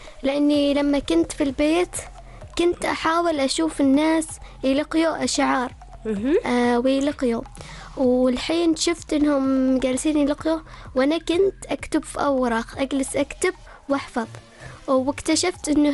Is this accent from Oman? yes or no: yes; Manah, Ad Dakhiliyah, Oman; انني من منح والعماني